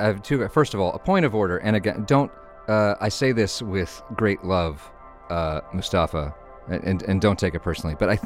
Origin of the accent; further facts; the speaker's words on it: Oklahoma, United States; moved away; I grew up in Oklahoma.